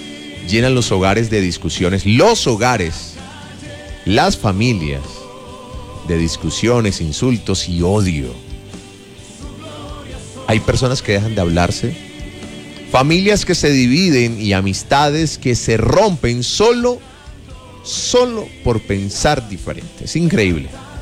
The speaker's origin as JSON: {"language": "Spanish", "country": "Colombia", "said": "Colombia sigue siendo nuestro hogar"}